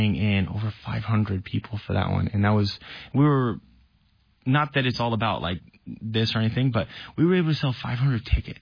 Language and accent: English; Las Vegas, Nevada, United States; now in Washington, United States; But I wasn't born in Washington. I was born in Las Vegas. Vegas, first 17 years, born and raised in Las Vegas.